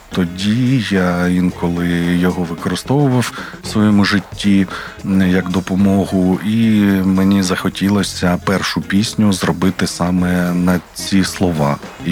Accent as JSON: {"language": "Ukrainian", "town": "Kryvyi Rih", "region": "Dnipropetrovsk Oblast", "country": "Ukraine", "tie": "born there", "said": "я і Олександр, мій співавтор, композитор, ми народилися в Кривому Розі"}